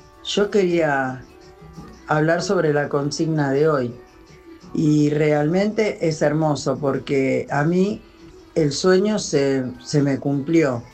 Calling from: Lanús, Buenos Aires Province, Argentina; de Lanús.

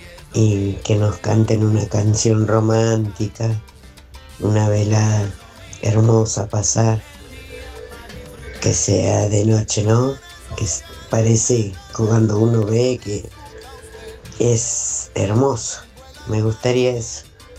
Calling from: Quilmes, Buenos Aires Province, Argentina; de Quilmes.

